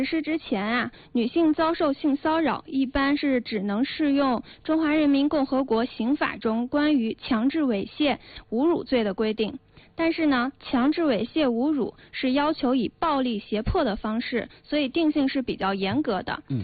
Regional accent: China; 我们中国人讲究家和万事兴

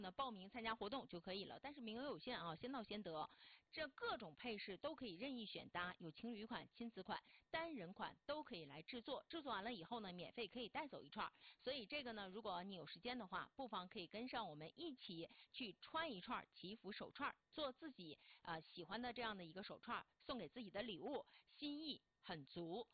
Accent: China

